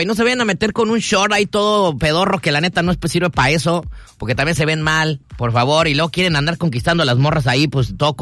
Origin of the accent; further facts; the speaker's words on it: Mexico City, Mexico; yo siendo chilango, en una parte de mi vida cuando yo iba en la secundaria